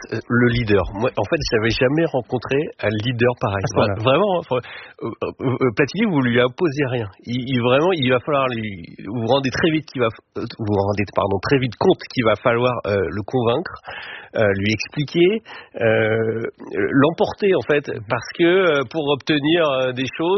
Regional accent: France; moi, en tant que Français

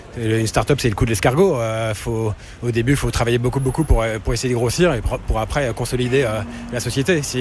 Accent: France; maintenant, on est devenu assez pauvre, voilà, en tant que Français.

